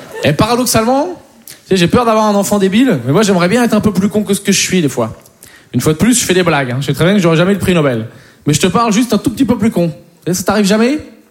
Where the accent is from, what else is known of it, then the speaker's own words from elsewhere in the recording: Poitiers, Nouvelle-Aquitaine, France; moi, je viens de Poitiers, j'ai un pote, c'est un Kiki.